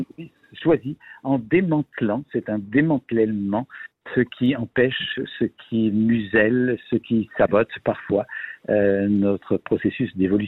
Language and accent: French; Belgium; j'ai 68 ans en Belgique, je suis belge, la retraite est à 65.